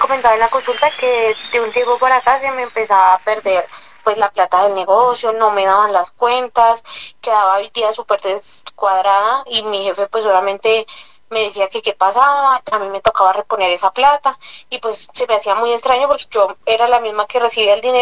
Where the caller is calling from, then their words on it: Garagoa, Boyacá, Colombia; Yo lo llamo desde Garagoa, Boyacá.